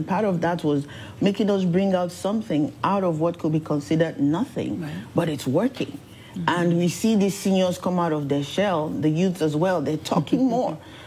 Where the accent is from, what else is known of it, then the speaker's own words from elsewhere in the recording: Nigeria; born there; Okay, so I was born in Nigeria